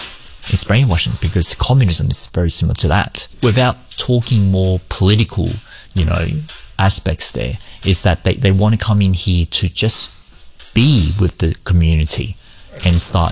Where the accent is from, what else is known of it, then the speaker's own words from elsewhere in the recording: Townsville, Queensland, Australia; born there; also born or lived in Hong Kong; I'm a Chinese Australian. I was born in Hong Kong, and then I came when I was around about 7 years old. Then I just followed my parents coming up here to Australia. My father was an East Timor Hakka, and my mum's Hong Kong as well.